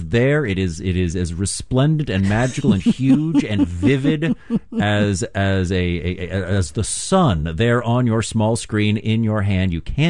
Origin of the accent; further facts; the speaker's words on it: West Coast, United States; now in Philadelphia, United States; I'm from the West Coast.